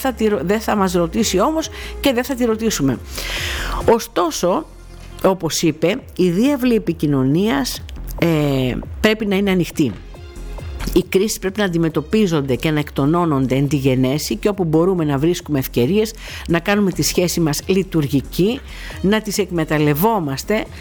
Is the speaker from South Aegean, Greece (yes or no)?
yes; South Aegean, Greece; εδώ εμείς στα Δωδεκάνησα το ξέρουμε πολύ περισσότερο.